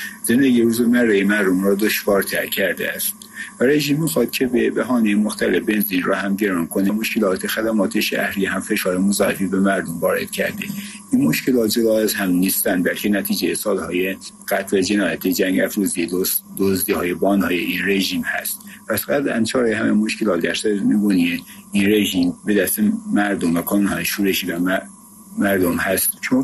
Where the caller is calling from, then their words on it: Isfahan, Iran; از اصفهان.